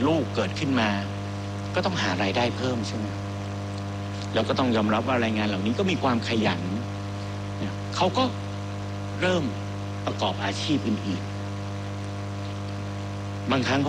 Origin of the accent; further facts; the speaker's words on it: Samut Sakhon, Thailand; สมุทรสาครเนี่ยต้องถือว่าเป็นบ้านเกิดของผมเลย